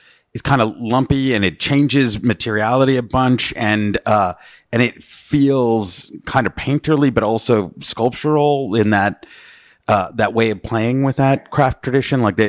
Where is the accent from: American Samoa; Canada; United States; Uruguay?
Canada; Western Canada; I am still a Canadian.